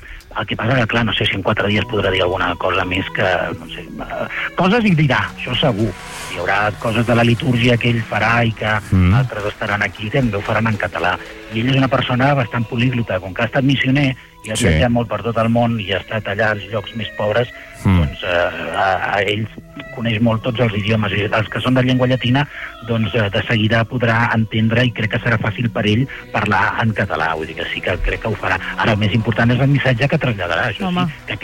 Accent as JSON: {"language": "Catalan", "region": "Catalonia", "country": "Spain", "said": "més de reflexió, més com som els catalans, no?"}